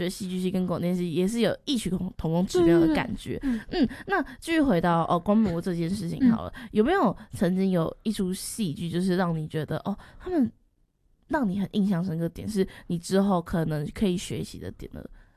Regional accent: Kaohsiung, Taiwan; 因为我是高雄人，完全懂。

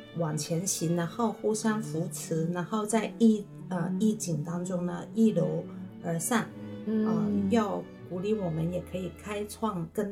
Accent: Hong Kong; 我们香港人

